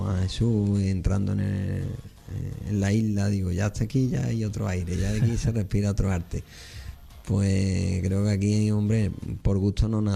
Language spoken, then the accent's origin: Spanish; Seville, Andalusia, Spain; Pero a la vez también soy de Sevilla, mi padre nació en Vejer de la Frontera y tengo aquí mucha familia